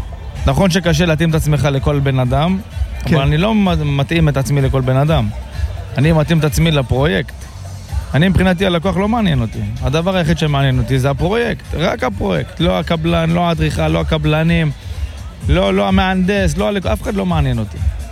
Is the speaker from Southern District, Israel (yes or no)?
yes; Ashkelon, Southern District, Israel; אני מאשקלון, עובד באזור הדרום, 20-30 קילומטר פלוס